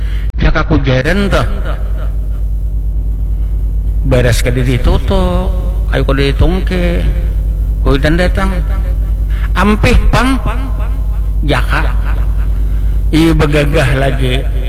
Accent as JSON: {"language": "Indonesian", "area": "Banjar", "region": "South Kalimantan", "country": "Indonesia", "said": "Bahasa kita orang Banjar"}